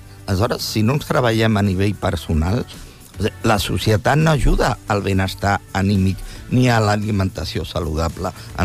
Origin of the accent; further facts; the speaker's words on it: Catalonia, Spain; els que som catalans